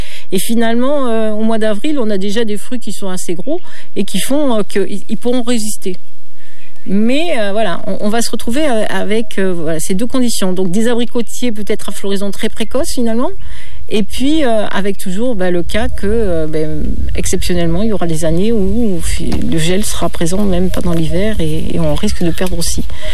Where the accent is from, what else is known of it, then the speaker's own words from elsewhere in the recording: Occitanie, France; chez nous en Cévennes